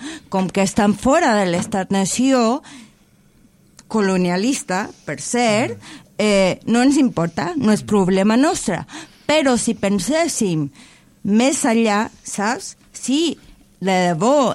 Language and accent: Catalan; Chile; Ojo, sóc americana, bueno, sóc de Xile.